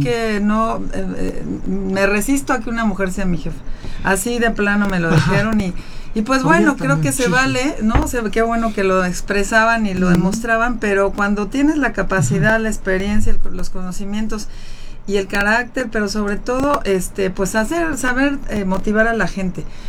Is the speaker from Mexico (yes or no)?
yes; Mexico; pues eso me da mucha alegría como mexicana, porque soy mexicana y he vivido dentro del sistema de justicia